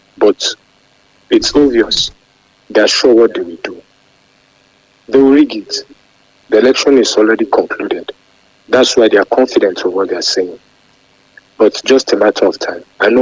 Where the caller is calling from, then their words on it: Nigeria; I'm calling from Fellaini.